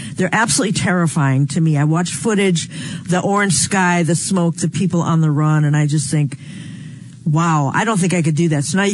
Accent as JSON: {"language": "English", "region": "New York", "country": "United States", "said": "I'm from New York, which was lake effect snow where they'll get, you know, 60 inches in a weekend."}